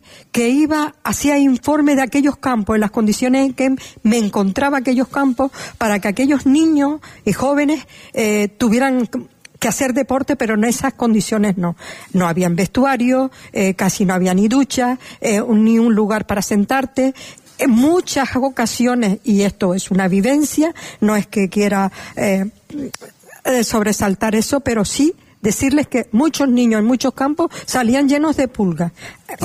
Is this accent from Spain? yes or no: yes; Telde, Canary Islands, Spain; Y en la ciudad de Telde, de donde yo soy, precisamente allí no había, no existía nada de ello.